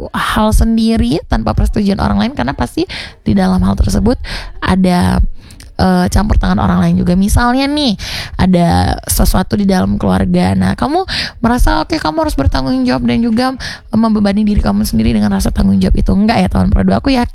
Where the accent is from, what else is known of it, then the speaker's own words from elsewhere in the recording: Indonesia; kita di Indonesia